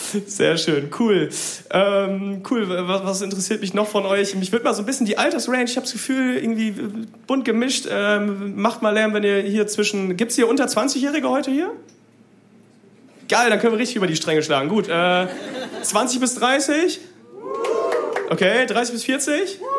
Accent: Münster, North Rhine-Westphalia, Germany; moved away as an adult; now in Bielefeld, Germany; Ich bin in Münster aufgewachsen, ist jetzt hier so Wahlheimat für mich in Bielefeld.

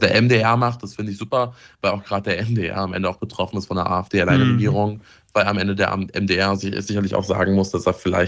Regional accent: Saxony-Anhalt, Germany; Sachsen-Anhalt kann kulturell auch viel bieten. Meine Heimatstadt beispielsweise hat das längste Gradierwerk, also die längste salzhaltige Gradieranlage Deutschlands stehen.

